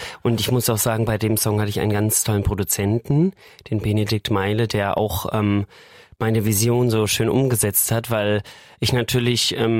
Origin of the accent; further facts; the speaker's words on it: Wismar, Mecklenburg-Vorpommern, Germany; in Wismar, wo ich herkomme